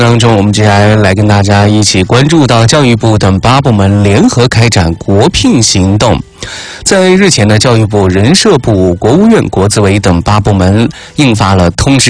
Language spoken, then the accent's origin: Chinese; Sichuan, China; 也就是我们四川话的所谓的谷子哈